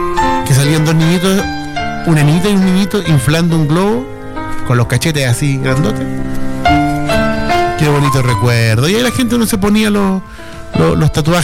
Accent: Ritoque, Valparaíso, Chile; Pero yo confío en mi pueblo, en el pueblo ritoquero, que va a asistir, se va a tomar un tiempo con nosotros.

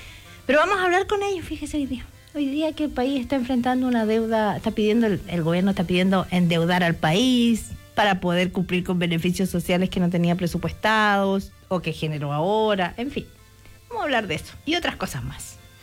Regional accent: Chile

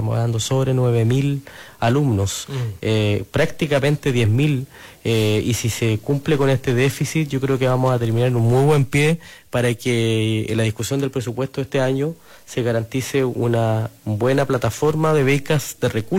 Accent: Coyhaique, Aysén, Chile; todos nosotros quienes somos de Coyhaique, la región, conocemos muy bien el lugar

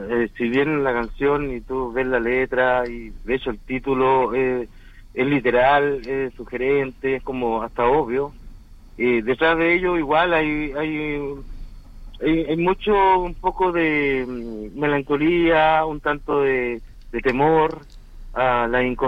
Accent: Copiapó, Atacama, Chile; now in La Serena, Chile; Yo estoy llegando acá del norte, soy de Copiapó, tercera región, de Atacama, y estoy viviendo en este momento aquí en la ciudad de La Serena.

